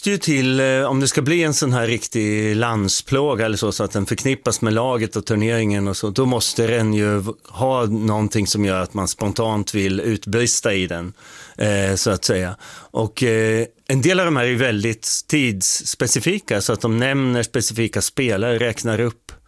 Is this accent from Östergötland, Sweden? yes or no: yes; Åtvidaberg, Östergötland, Sweden; Jag är från Åtvidaberg, så jag är från Götaland.